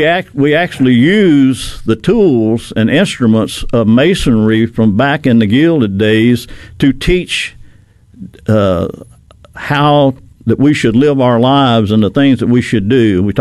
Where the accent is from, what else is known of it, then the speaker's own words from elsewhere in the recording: Philadelphia, Mississippi, United States; Go to my hometown, Philadelphia, Mississippi